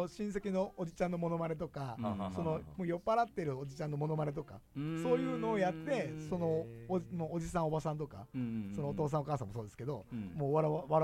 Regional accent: Kagoshima, Japan; 出身は鹿児島です。

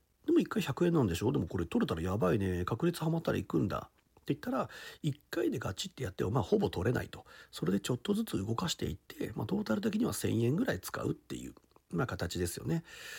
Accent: Aichi, Japan; 僕たちはもう片田舎の愛知県の本当片田舎に住んでいて、

